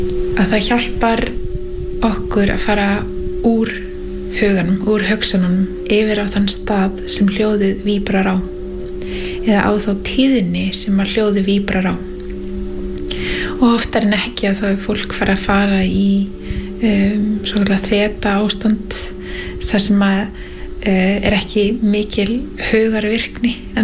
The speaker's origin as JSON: {"language": "Icelandic", "region": "Northwestern Region", "country": "Iceland", "tie": "born or raised there", "said": "Og ólst upp í Skagafirði"}